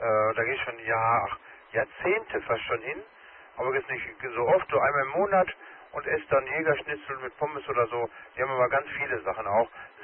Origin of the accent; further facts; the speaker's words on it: Dortmund, North Rhine-Westphalia, Germany; ich komme ursprünglich auch aus Dortmund, normale Heimatkutsche heißt ja Wittenstockum, aber jetzt, wie gesagt, stehe ich hier oben an der Kreuzung, hier an meinem Garten